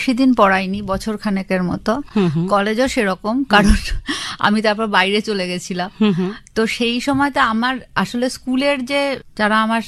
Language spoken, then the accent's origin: Bangla; Basirhat, West Bengal, India; born there; বসিরহাটের মফস্বলের একটি স্কুল